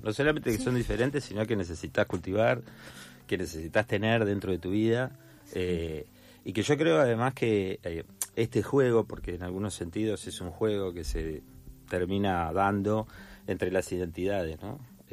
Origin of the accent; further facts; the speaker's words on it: Paysandú, Uruguay; now in Argentina; Yo soy de Paysandú